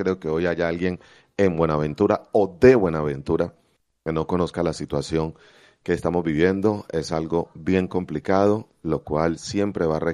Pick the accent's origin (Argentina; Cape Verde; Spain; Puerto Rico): Cape Verde; Claro. Cabo Verde, que... mi pueblo del alma.